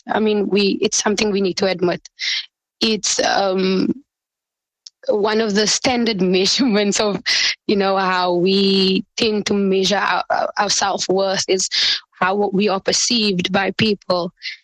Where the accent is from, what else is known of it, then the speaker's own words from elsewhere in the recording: Cape Town, Western Cape, South Africa; I'm born and bred in Cape Town. So SubhanAllah, in my opinion, I come from a very traditional Islamic home, but I never really felt like I belonged.